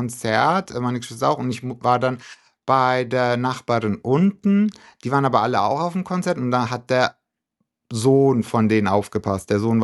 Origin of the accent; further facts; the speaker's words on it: Rothenburg ob der Tauber, Bavaria, Germany; Ich glaube, so einen Albtraum hatte ich bei uns in Rotenburg, ob der Taube, also wo ich herkomme, ursprünglich.